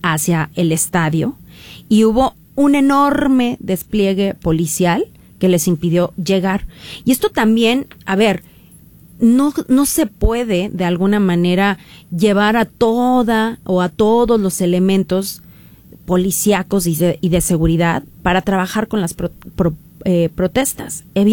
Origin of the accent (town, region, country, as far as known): Mexico